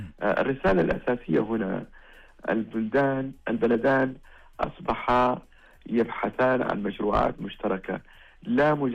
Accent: Saudi Arabia; أنا كمواطن سعودي

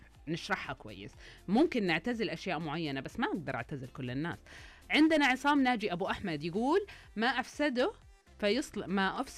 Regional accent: Eastern Province, Saudi Arabia; born there; وأنا وقتها كنت في الشرقية فكنا نشوف قناة البحرين.

